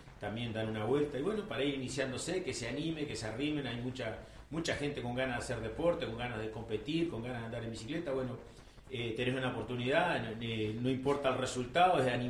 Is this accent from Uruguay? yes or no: yes; Montevideo, Uruguay; no soy de Salto Nuevo, toda mi vida viví lo que es a la vuelta de River, el barrio acá del asilo, acá viví ahí.